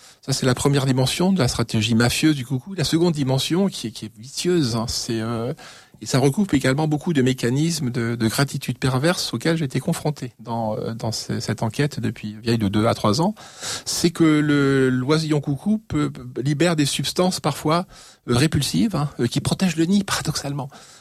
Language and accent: French; Paris, Île-de-France, France; Moi, je suis parisien. Alors, je suis trop jeune, certes. Mais mes parents sont parisiens, petits bourgeois, mais quand même néanmoins parisiens.